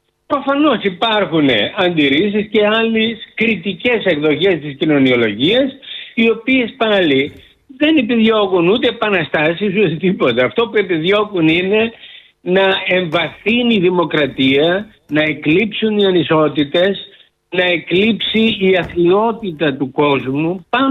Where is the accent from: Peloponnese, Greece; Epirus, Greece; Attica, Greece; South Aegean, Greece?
South Aegean, Greece; Kos; όπως είπε ο πατριώτης μου σε εισαγωγικά, Ιπποκράτης, γιατί είμαι από την ΚΟ.